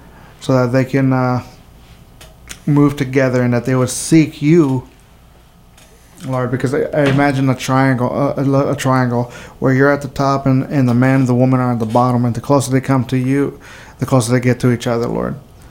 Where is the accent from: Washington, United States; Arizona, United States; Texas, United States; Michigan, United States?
Texas, United States; Laredo; born there; So I was born in Laredo, Texas. All right. So it's a border city. It's right across from the border.